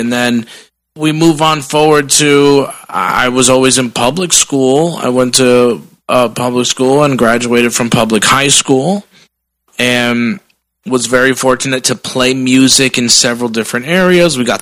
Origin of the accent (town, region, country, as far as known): Paterson, New Jersey, United States; born or raised there